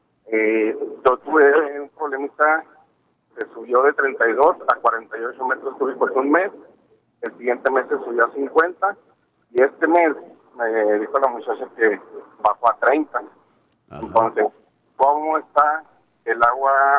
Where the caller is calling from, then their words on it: Mexico; yo soy un habitante de Loma.